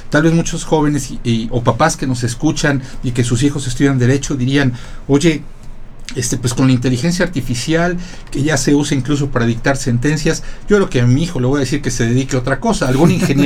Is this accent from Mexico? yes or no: yes; Mexico; somos muchos mexicanos